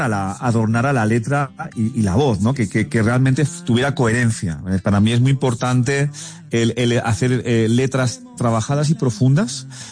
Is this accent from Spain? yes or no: yes; Alicante, Valencian Community, Spain; En España, donde conseguí empezar a tener un poquito de resonancia, ¿no? En lo que era en mi ciudad natal, en Alicante.